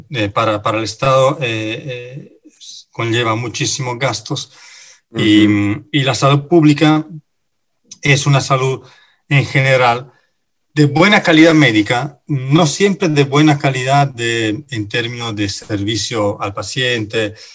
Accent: Italy; Spanish is a second language; moved away as an adult; now in Chile

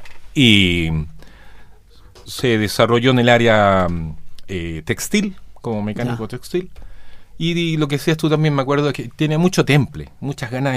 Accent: Chile; O sea, amo Chile, pero también me siento italiano. Yo me siento italiano.

